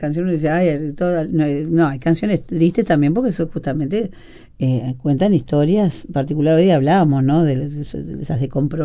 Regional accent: Montevideo, Uruguay; Yo nací en Montevideo, me crié con esos reos, yo tocaba los tambores del lugar.

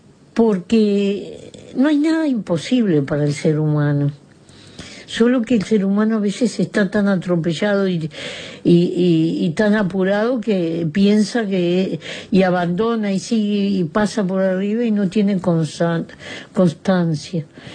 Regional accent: Uruguay; en una comunidad pequeña como la uruguaya, en que nos conocemos todos

